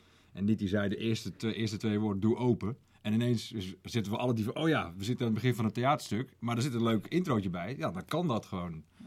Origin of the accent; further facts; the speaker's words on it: Amsterdam, North Holland, Netherlands; Dus we dachten, ja, we komen alle drie uit Amsterdam-Noord.